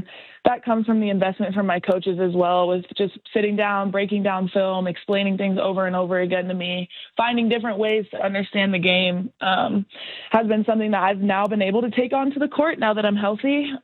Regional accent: Colorado, United States; I was from Colorado

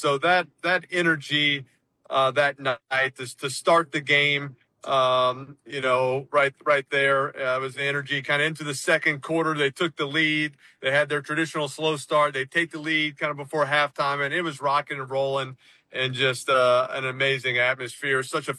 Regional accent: New Orleans, Louisiana, United States; I mean, I grew up in New Orleans. I knew what a parade was.

